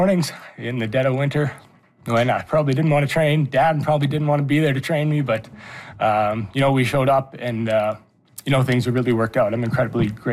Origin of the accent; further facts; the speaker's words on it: Saskatchewan, Canada; born there; this is our home, right? We're from Saskatchewan. This is where we're born. This is where we live.